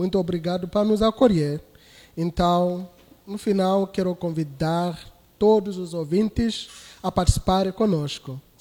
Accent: Zambia; now in Cabo Frio, Brazil; Eu sou vigário paroquial e sou da Zâmbia.

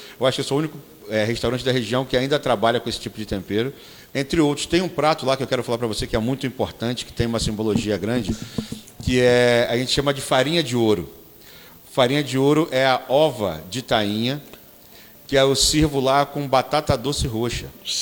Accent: Rio de Janeiro, Brazil; Eu sou do Rio.

